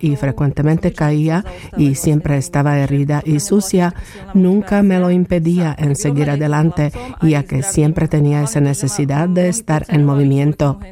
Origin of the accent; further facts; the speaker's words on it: southern Slovakia, Slovakia; Otro factor es el hecho de que provengo del sur de Eslovaquia y aunque no se trata de una tierra plana, tampoco es montañosa y en mi familia tampoco se esquiaba.